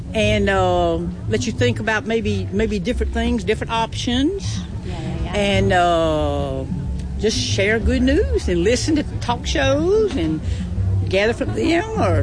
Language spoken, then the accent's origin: English; Georgia, United States; Okay, well, I'm from Georgia, and we grew up listening to radio, just sitting around on the in the living room on the porch